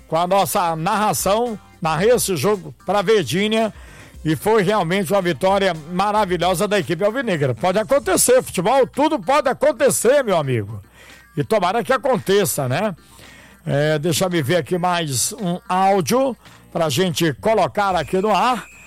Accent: Ceará, Brazil; nós somos cearenses

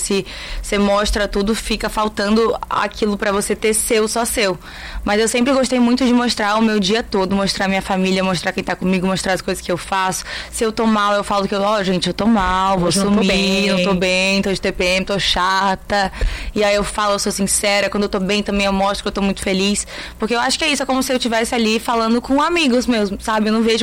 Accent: Campos dos Goytacazes, Rio de Janeiro, Brazil; moved away as an adult; Não, eu sou campista. Eu sou do interior do Rio de Janeiro, em Campos dos Goytacazes. Eu nasci lá a vida inteira, fiquei até 18 anos.

